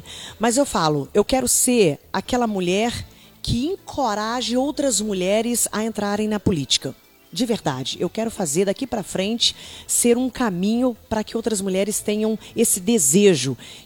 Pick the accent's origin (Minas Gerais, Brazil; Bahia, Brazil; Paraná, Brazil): Minas Gerais, Brazil; moved away as an adult; also born or lived in São Paulo / Maranhão; now in interior of Rio de Janeiro state, Brazil; São Paulo. E quando eu era criancinha, eu fui para Minas, interior de Minas, porque meus pais queriam sair da cidade grande, porque né, existe uma violência latente. Meus pais não queriam criar os filhos ali, nós fomos para Minas. E eu fiquei a minha adolescência e parte da minha juventude em Minas. Depois eu morei no Maranhão